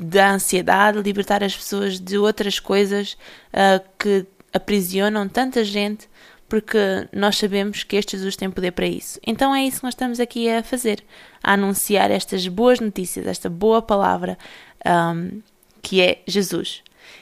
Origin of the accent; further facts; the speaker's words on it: Portugal; now in Pinhel, Portugal; Eu sou portuguesa